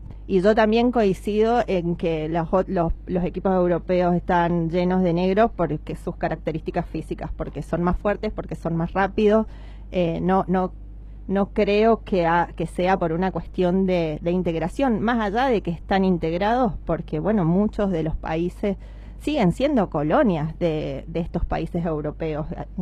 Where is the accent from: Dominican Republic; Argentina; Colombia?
Argentina